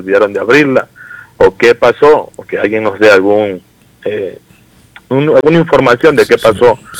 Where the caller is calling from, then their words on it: Esmeraldas, Ecuador; aquí les saluda … del barrio La Florida.